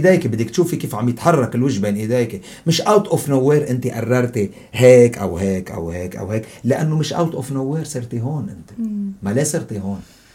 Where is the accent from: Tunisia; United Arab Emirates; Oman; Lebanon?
Lebanon; انا لبناني